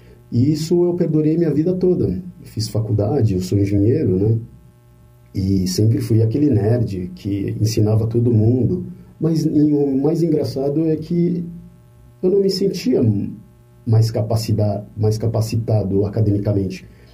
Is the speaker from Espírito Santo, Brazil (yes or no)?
no; São Paulo, Brazil; Eu sou paulistano, nasci na capital, vivi minha vida inteira na capital